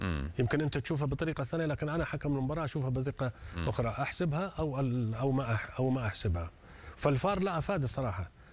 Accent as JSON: {"language": "Arabic", "country": "Saudi Arabia", "said": "أنا كلاعب سعودي أتقبل من"}